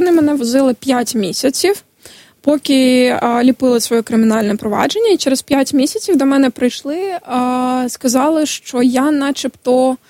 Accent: Crimea, Ukraine; born there; moved away; Прописано, що я народилася в Криму. Мої батьки в Криму.

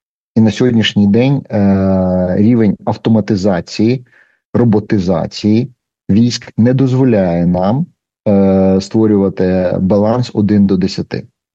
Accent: Ternopil, Ternopil Oblast, Ukraine; в моєму рідному Тернополі

